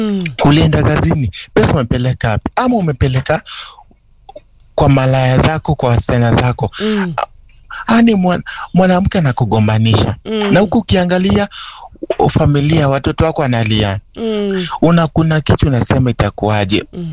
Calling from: Kakamega County, Kenya; kutoka kaunti ya Kakamega, Shikambi.

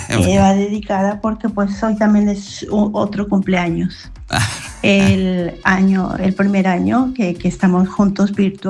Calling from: Barcelona, Catalonia, Spain; de Barcelona.

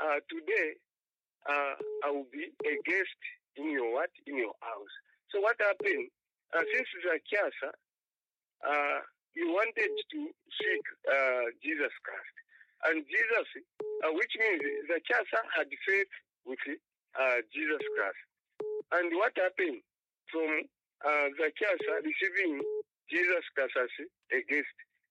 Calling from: Solwezi, North-Western Province, Zambia; I'm calling from Solwezi.

